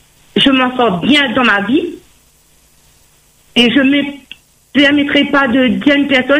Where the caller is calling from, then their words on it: Saint-Pierre, Réunion; J'habite sur la Ravine des Cabris.